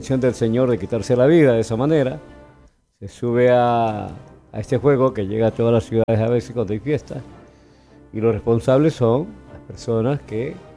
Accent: Ecuador; nosotros somos de Ecuador, ¿verdad?

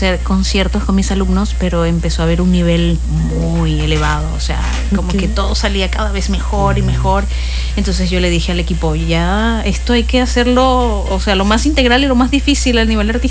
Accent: Venezuela; moved away as an adult; also born or lived in Brazil; now in Cancún, Mexico; Llevo yo dando clases de canto desde el año 2006 en Venezuela. Yo soy de Venezuela. Llegué a Cancún en el año 2015.

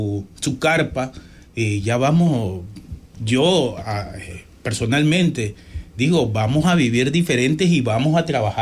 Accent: Portoviejo, Manabí, Ecuador; No, yo soy de Puerto Viejo.

